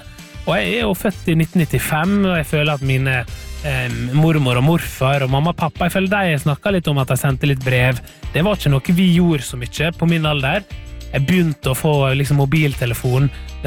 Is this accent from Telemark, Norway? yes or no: no; Møre og Romsdal, Norway; born there; hjemme på Sunnmøre